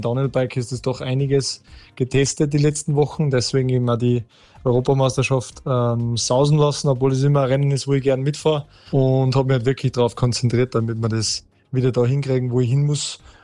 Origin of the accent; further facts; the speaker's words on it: Schladming, Styria, Austria; ich bin aufgewachsen im Bikepark in Schladming